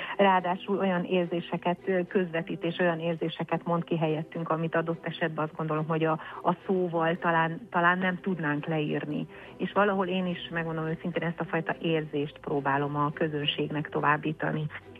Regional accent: Székely Land, Romania; moved away; és mi annak idején ugye gyerekként otthon Székelyföldön, mi állandóan énekeltünk.

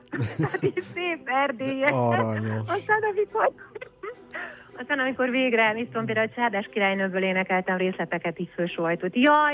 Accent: Székely Land, Romania; moved away; és mi annak idején ugye gyerekként otthon Székelyföldön, mi állandóan énekeltünk.

